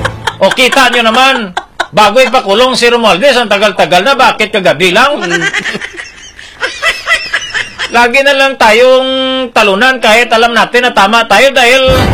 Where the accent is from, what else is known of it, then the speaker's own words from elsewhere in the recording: Western Visayas, Philippines; accent: Ilonggo; yung accent namin medyo Ilunggo pa rin.